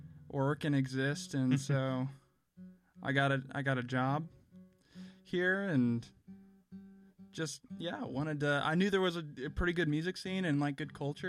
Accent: Litchfield, Illinois, United States; now in Champaign-Urbana, United States; I'm from Litchfield, Illinois. I just recently moved to the Champaign-Urbana area.

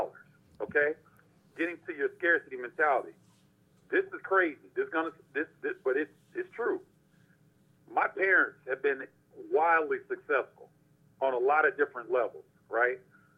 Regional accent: United States; moved away as an adult; now in Mexico; because we come from America with American dollars.

